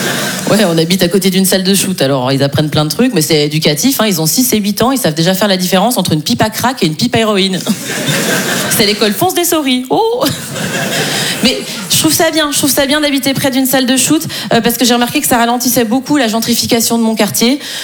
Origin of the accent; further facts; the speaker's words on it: Switzerland; vous ne vous rendez pas compte, mais pour moi, c'est un effort énorme de dire 90, parce que je suis suisse.